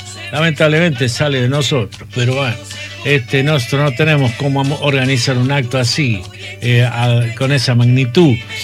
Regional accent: Chilecito, La Rioja, Argentina; yo hablo de Chilecito, que yo pasé por las aulas de la escuela normal, de tanto la primaria como la secundaria, o sea que tengo la formación en Chilecito

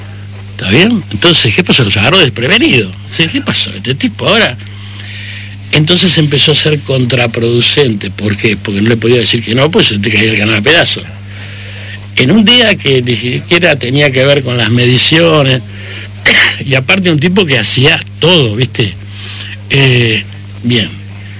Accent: Buenos Aires, Argentina; Yo soy nací en Villa Crespo, me crié toda la vida en Villa Crespo, pero mi club social era Gimnasia Grima

